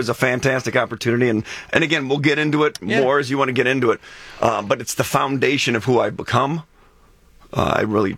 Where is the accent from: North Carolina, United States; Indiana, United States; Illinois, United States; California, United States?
Indiana, United States; Yeah, I grew up in Northwest Indiana. Kind of a smaller community.